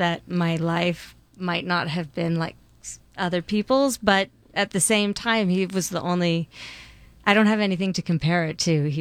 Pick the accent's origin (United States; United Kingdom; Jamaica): United States; Los Angeles, California; also born or lived in New York City; I was born in New York, but raised mostly in Los Angeles.